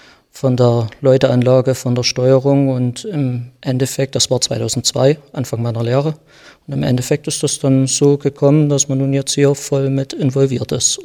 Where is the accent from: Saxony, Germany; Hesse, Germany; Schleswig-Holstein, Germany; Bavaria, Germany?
Saxony, Germany; Hammerunterwiesenthal; Ich stamme aus Hammer-Unterwiesenthal